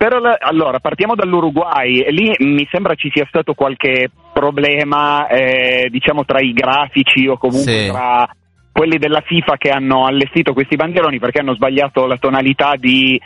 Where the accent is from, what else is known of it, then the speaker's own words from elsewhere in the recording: Montechiaro d'Asti, Piedmont, Italy; Montechiaro è il mio paese, ho giocato fino a qualche anno fa